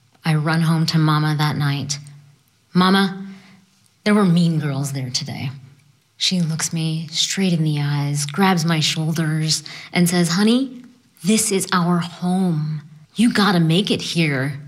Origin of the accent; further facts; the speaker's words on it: New Orleans, Louisiana, United States; born there; now in Houston, United States; I was born in New Orleans to a Pakistani-American family. I currently live in Houston, Texas